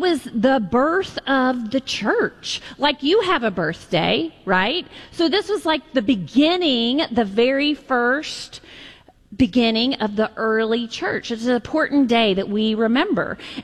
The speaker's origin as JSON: {"language": "English", "country": "United States", "said": "Oui, c'est normal parce que je suis américain."}